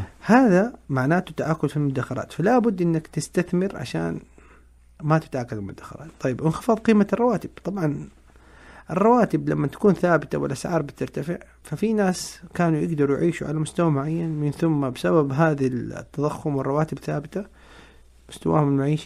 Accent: Saudi Arabia; يعني على سبيل المثال الحج عندنا في السعودية

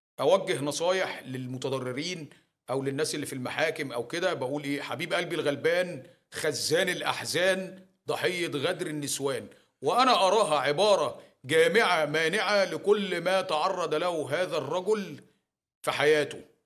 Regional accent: Egypt; أنا مواطن مصري

